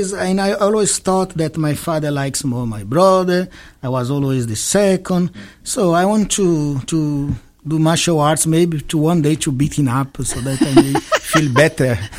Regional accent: Brasília, Federal District, Brazil; English is a second language; now in United States; So I was born, I'm from Brasilia. Brasilia is the capital of Brazil.

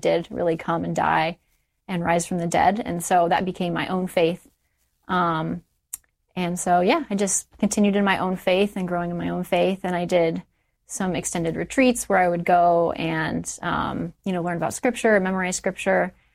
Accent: Florida, United States; In Florida.

